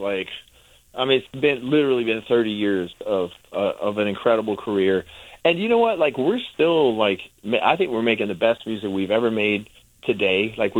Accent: Shreveport, Louisiana, United States; my hometown in Shreveport.

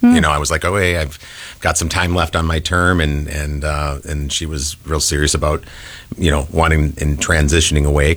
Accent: Milwaukee, Wisconsin, United States; I mean, I remember back growing up in Milwaukee, I had a Honda Spree.

